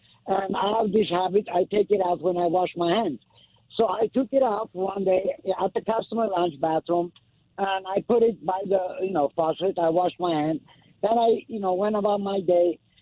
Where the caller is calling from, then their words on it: Los Angeles, California, United States; Los Angeles.